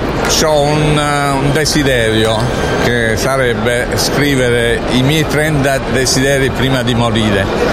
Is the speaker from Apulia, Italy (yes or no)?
yes; Monopoli, Apulia, Italy; Io vengo da Monopoli, in Puglia.